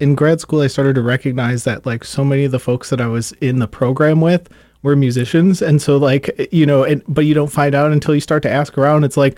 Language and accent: English; Milwaukee, Wisconsin, United States; I grew up in Milwaukee